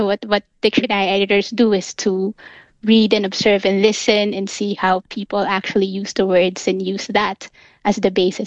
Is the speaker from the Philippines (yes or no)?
yes; Philippines; So I'm from the Philippines, and we became English speakers because my country was an American colony for a time.